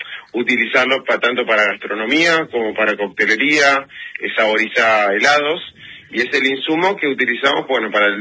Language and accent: Spanish; Buenos Aires, Argentina; Soy una persona de Capital Federal, y tomaba mate de manera social, cuando había mate en la mesa entre amigos y familia.